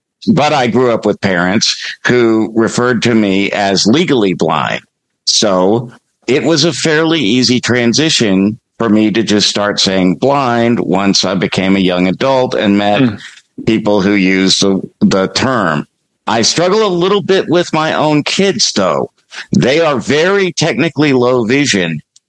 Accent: South Carolina, United States; So I have to shout out to this person because they're from my home state of South Carolina.

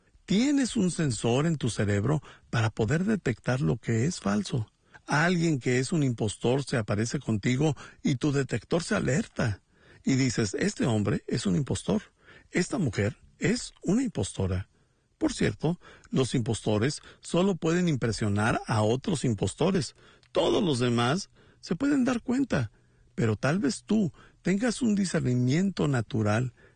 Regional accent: Bolivia; soy de Bolivia.

